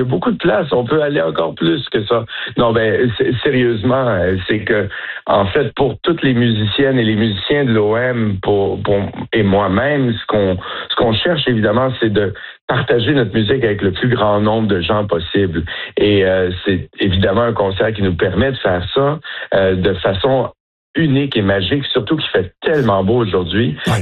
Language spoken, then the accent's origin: French; Montreal, Quebec, Canada; je trouvais ça incroyable en tant que Montréalais d'être en plein cœur de cette ville comme ça, ce Mont-Royal